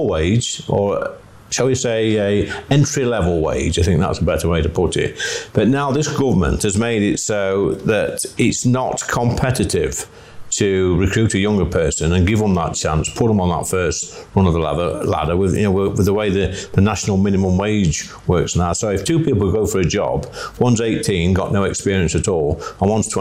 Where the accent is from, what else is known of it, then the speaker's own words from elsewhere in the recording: East Midlands, United Kingdom; in my neck of the woods, in Nottinghamshire, North Nottinghamshire, when we were growing up